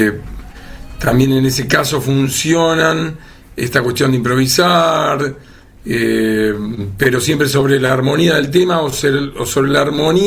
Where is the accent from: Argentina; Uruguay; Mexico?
Argentina; No me considero un músico de jazz, me considero un músico argentino